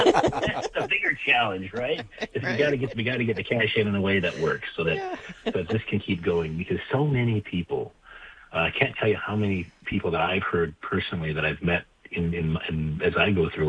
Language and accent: English; South Dakota, United States; I'm from South Dakota.